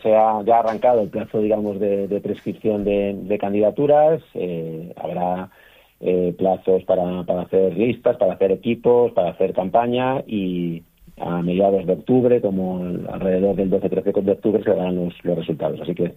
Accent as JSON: {"language": "Spanish", "town": "León", "region": "Castile and León", "country": "Spain", "moved": "yes", "lives_now": "Madrid, Spain", "said": "León siempre será mi casa, siempre vuelvo a León porque es mi casa y porque lo más importante que tengo, que es mi hijo, vive en León. Por tanto, vuelvo con mucha asiduidad a León."}